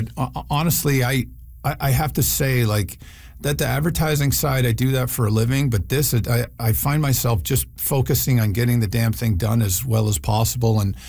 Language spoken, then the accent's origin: English; Canada; that strange mix of politeness and sort of casual violence, which is such a funny, weird part of being Canadian.